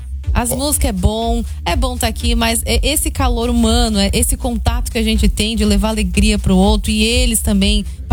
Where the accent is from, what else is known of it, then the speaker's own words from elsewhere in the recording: Northeast Region, Brazil; now in Blumenau, Brazil; Isso, aham, sou nordestina.